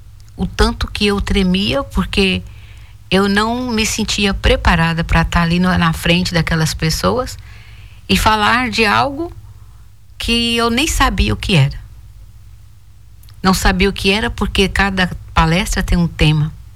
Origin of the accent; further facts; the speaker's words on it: Minas Gerais, Brazil; moved away; also born or lived in Frutal; nós somos de Minas Gerais, e eu morava na cidade de Frutal.